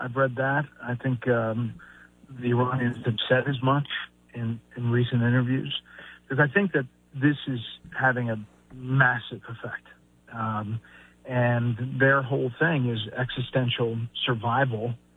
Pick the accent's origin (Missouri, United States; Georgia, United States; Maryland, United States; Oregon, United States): Georgia, United States; Atlanta; I grew up in Atlanta, so I was an Atlanta